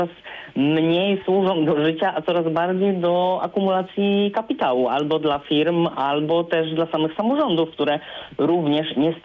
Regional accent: Wrocław, Lower Silesian Voivodeship, Poland; born there; ja urodziłam się we Wrocławiu i jeden rok swojego życia spędziłem na dzielnicy, która nazywa się Nadodrze. Jak sama nazwa wskazuje, mieści się ona nad Odrą.

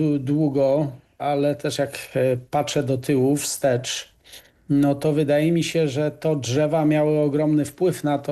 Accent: Bielsko-Biała, Silesian Voivodeship, Poland; w centrum mojego rodzinnego miasta Bielska-Białej

